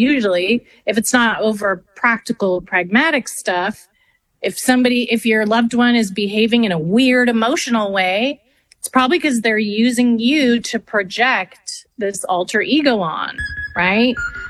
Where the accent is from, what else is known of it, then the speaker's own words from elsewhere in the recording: Canada; And I'm French Canadian, so it's really funny actually.